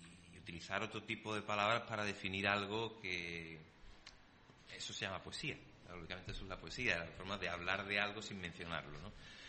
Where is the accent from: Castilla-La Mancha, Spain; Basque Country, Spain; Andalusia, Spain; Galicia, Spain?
Andalusia, Spain; Sanlúcar de Barrameda; born there; moved away; also born or lived in Las Rozas, Madrid; estaba acordándome de mi pueblo, de mi tierra